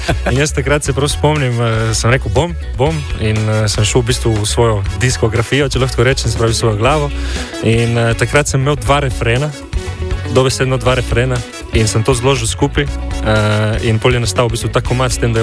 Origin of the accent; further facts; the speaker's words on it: Slovenian Littoral, Slovenia; prihajam z Primorske.